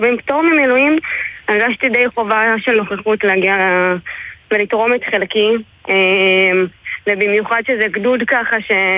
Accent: the Valley, Northern District, Israel; אנחנו פה מהעמק.

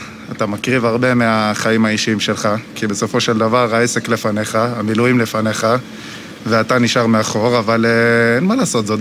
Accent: Ashkelon, Southern District, Israel; אני מאשקלון, בן 28.

